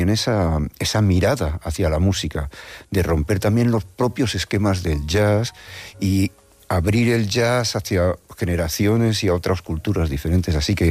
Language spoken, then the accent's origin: Spanish; Madrid, Community of Madrid, Spain; born there; Sí, soy nacido en Madrid, cerca de Las Ventas.